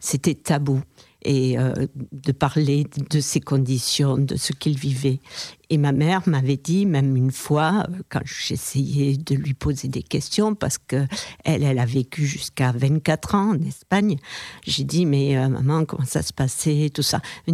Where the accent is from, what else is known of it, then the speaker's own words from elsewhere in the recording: France; born there; Moi, je suis née en France.